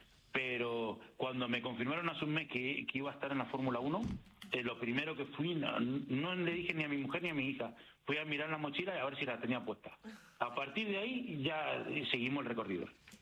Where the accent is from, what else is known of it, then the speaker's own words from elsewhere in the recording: Argentina; Primero, como argentino, yo creo que es nuestro mejor embajador.